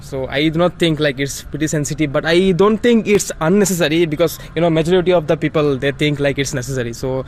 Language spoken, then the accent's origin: English; Guwahati, Assam, India; I'm here from Royal Awas, Guwahati.